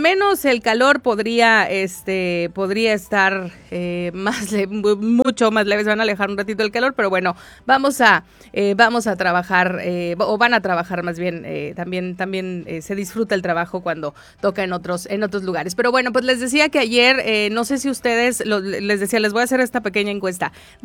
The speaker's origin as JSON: {"language": "Spanish", "town": "Mexicali", "region": "Baja California", "country": "Mexico", "said": "la gente que somos de Mexicali tenemos como un termómetro natural."}